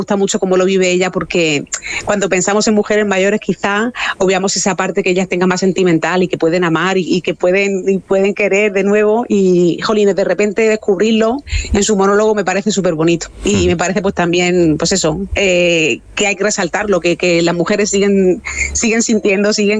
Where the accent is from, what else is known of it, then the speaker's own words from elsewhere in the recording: Cieza, Region of Murcia, Spain; now in Murcia, Spain; yo creo que llevo más tiempo ya viviendo en Murcia que en Cieza, y el de Cieza no es, porque el de Cieza es como más cantarín